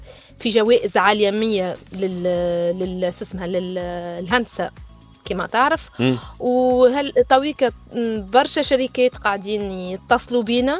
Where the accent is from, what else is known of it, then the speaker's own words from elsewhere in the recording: Tunisia; moved away as an adult; now in Saudi Arabia; أنا والله سعيدة اللي أنا تونسية،